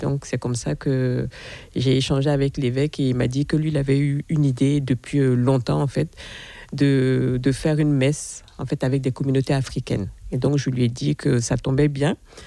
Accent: Burkina Faso; now in Mayenne, France; Je suis burkinabé, voilà, je suis native du Burkina.

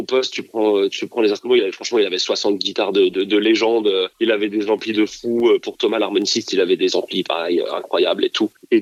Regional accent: France; en tant que Français, faut chanter dans les règles avec le bon accent

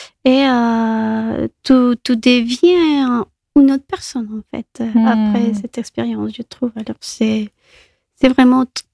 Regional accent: Colombia; French is a second language; now in France; Et aussi, je trouve, en fait, et les Colombiens, si je, comme je suis de la Colombie, on prend l'humour, ici, on l'appelle le premier degré, un peu littéral.

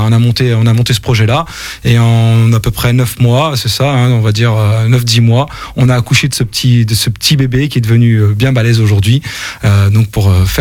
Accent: Auvergne-Rhône-Alpes, France; also born or lived in Lyon / Saint-Étienne; now in Vendée, France; Moi, j'ai grandi dans la région Rhône-Alpes. Je suis né à Lyon, mais je suis un Stéphanois de cœur parce que j'ai grandi à Saint-Etienne, tu vois, un peu entre les deux.

